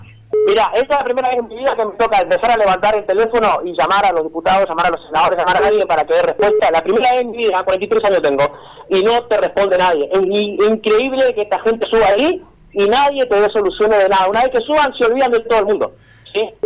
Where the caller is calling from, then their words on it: Chaco, Argentina; soy acá de Los Asteñas, sí, el barrio de Aipo. 760 vivienda.